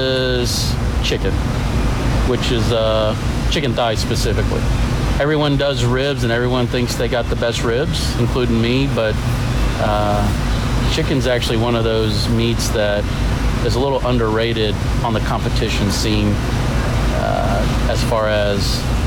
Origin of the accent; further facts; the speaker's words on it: Excelsior Springs, Missouri, United States; I'm from Excelsior Springs, Missouri.